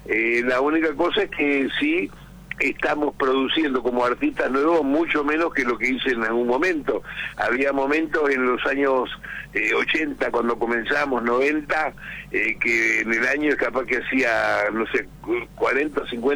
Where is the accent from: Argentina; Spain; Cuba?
Argentina; Rosario, Santa Fe; que soy rosarino, que mis abuelos eran piamonteses y andaluces por el otro lado